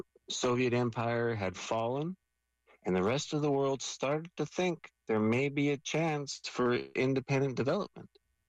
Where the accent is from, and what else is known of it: Canada